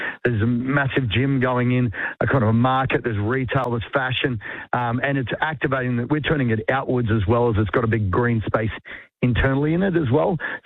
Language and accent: English; Strathpine, Queensland, Australia; I grew up in this area, I was born in Gibby Road, Strathpine